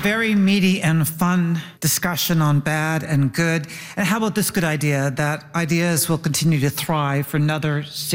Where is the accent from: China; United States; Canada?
Canada; I'm Canadian.